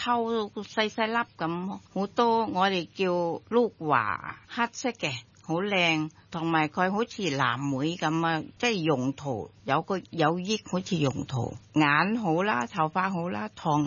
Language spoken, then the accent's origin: Cantonese; Bangkok, Thailand; now in Hong Kong; 嗰边就多款拣啲，我哋乡下嗰边曼谷就少啲。但是好食就泰国那边好食，香港就真的差很多